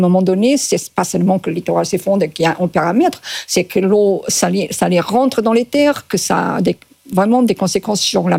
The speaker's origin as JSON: {"language": "French", "country": "Portugal", "said": "Moi, je suis portugaise à 100%."}